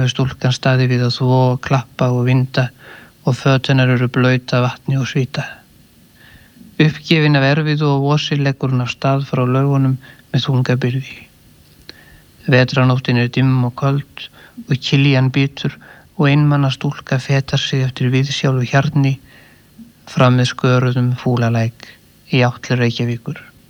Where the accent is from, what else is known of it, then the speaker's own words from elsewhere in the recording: Laugarnes, Capital Region, Iceland; Þegar ég var aðalast upp í Laugarnesi, heyrði ég stúlkuna í læknum.